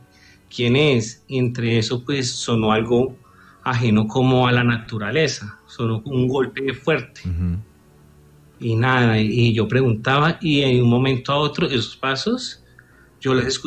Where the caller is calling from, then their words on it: Ibagué, Tolima, Colombia; Me comunico acá desde Ibagué